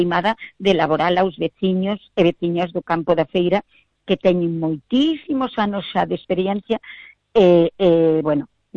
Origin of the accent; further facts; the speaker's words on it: Mandán, Galicia, Spain; Pois sí, porque vouche contar, xa fai 40 anos, eu xa fora... da Comisión de Festas en Mandán, no meu pobo.